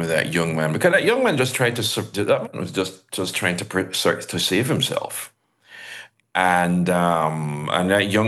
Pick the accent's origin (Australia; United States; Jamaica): Jamaica; I think it would have been very easy for me to simply assume, well, I'm a Jamaican, I don't need to check anything.